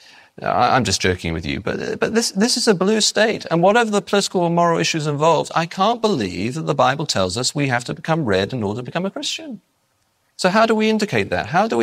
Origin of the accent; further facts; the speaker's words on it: England, United Kingdom; No, I'm English.